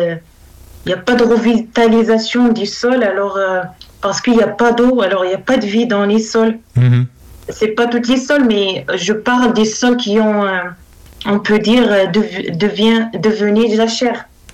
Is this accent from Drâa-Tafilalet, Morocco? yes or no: yes; Errachidia, Drâa-Tafilalet, Morocco; moved away as an adult; also born or lived in Romans-sur-Isère, France; now in Toulouse, France; Je suis d'origine de Rachidia, dans le sud-est du Maroc, c'est la région de Dar Ata Filalt. C'est une région principalement qui est connue par son faible précipitation.